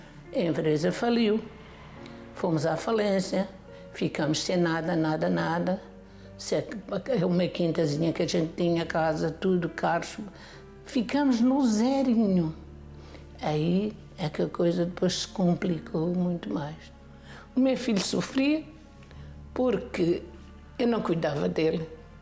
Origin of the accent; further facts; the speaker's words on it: Alentejo, Portugal; born there; now in Sintra area, Portugal; tenho um apartamento no Alentejo onde nasci